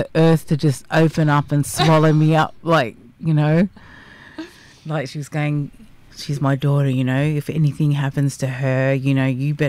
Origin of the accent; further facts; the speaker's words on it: New Zealand; moved away; I was born in New Zealand